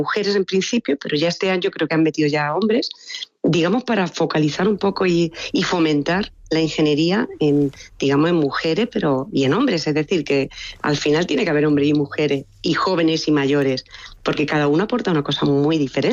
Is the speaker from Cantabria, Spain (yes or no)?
no; Málaga, Andalusia, Spain; also born or lived in Granada / Madrid; yo soy andaluza, soy granaína, pero criada en Málaga y estudié en Madrid.